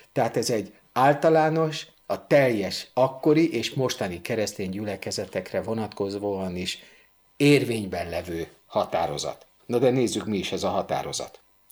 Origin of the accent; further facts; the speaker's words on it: Budapest, Hungary; Annak idején én Újpesten nevelkedtem